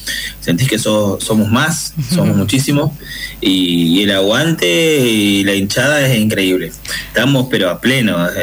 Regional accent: Concordia, Entre Ríos, Argentina; Yo soy de Concordia, de ahí de Concordia, vine con 3 amigos de Paraná

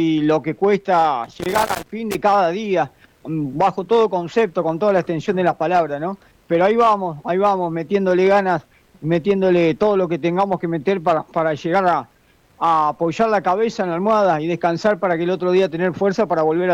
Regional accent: Argentina; como pueblo argentino, que está forjado en los valores nacionales, en la cultura nacional del trabajo, del esfuerzo y el sacrificio

